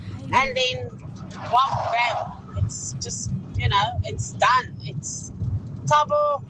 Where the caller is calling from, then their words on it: Port Elizabeth, Eastern Cape, South Africa; I'm from Port Elizabeth.